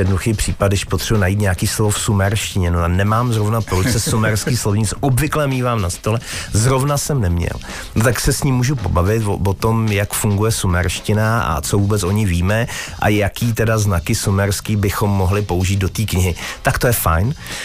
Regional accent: Moravian-Silesian Region, Czechia; Já jsem z Bruntálska, takže u nás se samozřejmě mluvím sprostě.

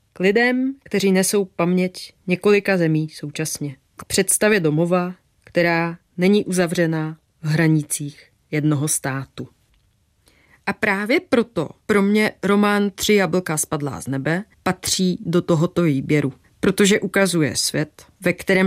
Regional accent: Poland; now in Prague, Czechia; Jsem Polka, žijí v Praze a když slyším na středoevropské ulici arménštinu, cítím se nejvíce doma.

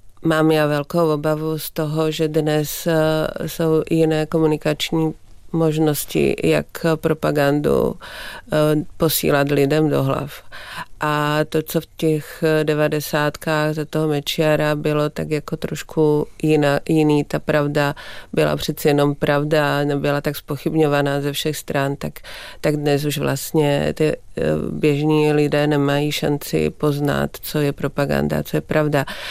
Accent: Martin, Žilina Region, Slovakia; ale v tom Martině, kde jsou ty hory, Martinské hole a malá velká fatra kolem dokola

